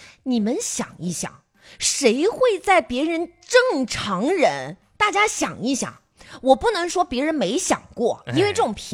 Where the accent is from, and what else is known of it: China